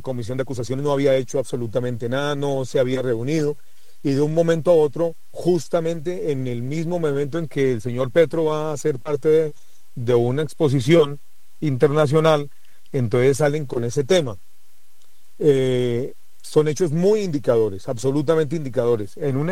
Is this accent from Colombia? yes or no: yes; Colombia